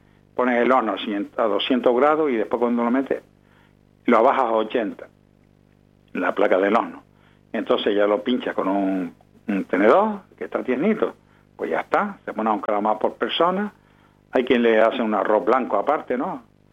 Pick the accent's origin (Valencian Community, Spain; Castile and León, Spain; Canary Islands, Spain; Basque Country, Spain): Canary Islands, Spain